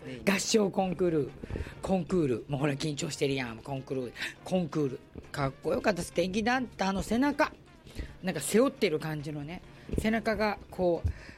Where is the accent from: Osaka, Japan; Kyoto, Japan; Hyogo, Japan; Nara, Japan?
Osaka, Japan; 若干ね私も大阪人なのでズケズケと